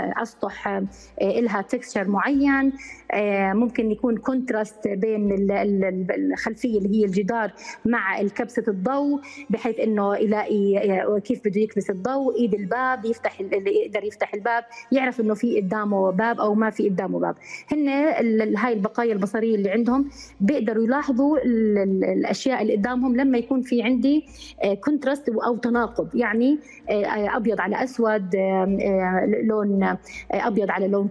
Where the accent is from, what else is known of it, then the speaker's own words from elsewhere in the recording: Jordan; احنا عندنا بالاردن